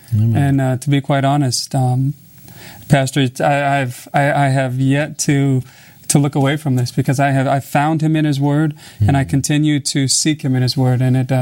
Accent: Minnesota, United States; We have a four-year-old son named Josiah, and we come from Minnesota.

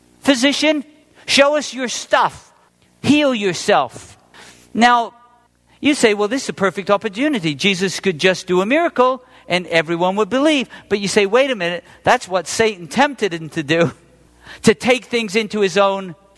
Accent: England, United Kingdom; Well, I learned something growing up in England where you would lease from the crown.

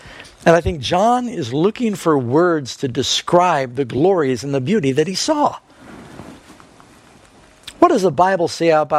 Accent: Manhattan, New York, United States; also born or lived in Los Angeles, United States / Miami, United States; I grew up in Manhattan, lived in Miami, Los Angeles, born in Los Angeles.

